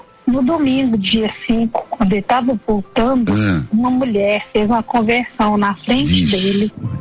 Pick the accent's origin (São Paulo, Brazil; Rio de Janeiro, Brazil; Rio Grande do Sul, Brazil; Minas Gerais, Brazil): Minas Gerais, Brazil; Lagoa da Prata; sou de Lagoa da Prata.